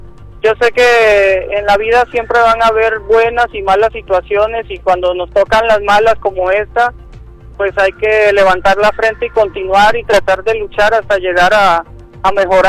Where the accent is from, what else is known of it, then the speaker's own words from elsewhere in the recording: Colombia; now in Acapulco, Mexico; Nos estamos uniendo como país, como colombianos en el exterior, en general Ciudad de México y otros estados de acá